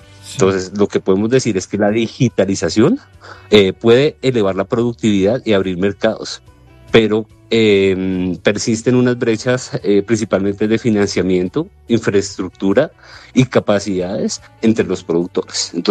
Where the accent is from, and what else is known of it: Colombia; moved away as an adult; now in Guanajuato, Mexico